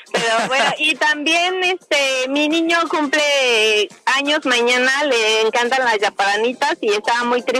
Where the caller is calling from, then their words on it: Salina Cruz, Oaxaca, Mexico; Salina Cruz, Oaxaca